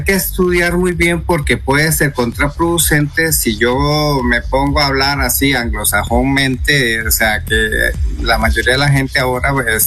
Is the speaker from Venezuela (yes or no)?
no; Costa Rica; nuestra cultura, como ticos o como costarricenses